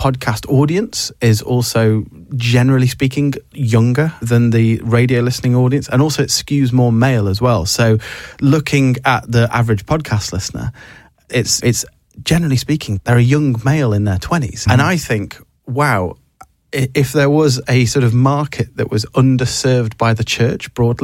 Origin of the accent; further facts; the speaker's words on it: United Kingdom; I think maybe because we're British